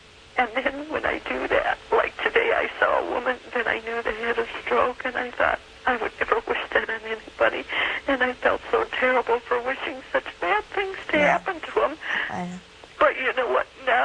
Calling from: Ohio, United States

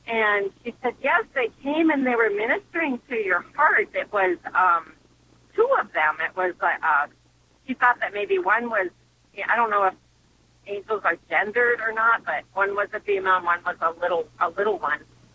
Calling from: Iowa, United States; Can you hear me okay? I'm driving from Iowa.

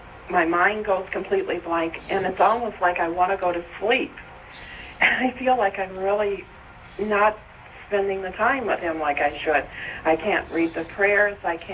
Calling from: Barberton, Ohio, United States; I'm from Barberton, Ohio.

